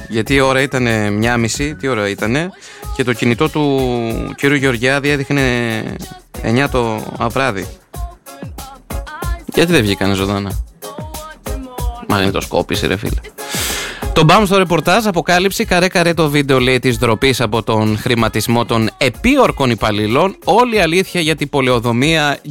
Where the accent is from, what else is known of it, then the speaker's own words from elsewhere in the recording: Michaniona, Central Macedonia, Greece; born there; που λένε και στη Μηχανιώνα στο χωριό μου